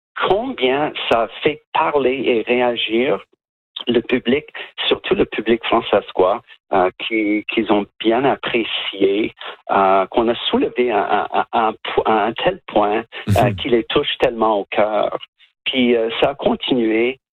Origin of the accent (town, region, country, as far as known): New Brunswick, Canada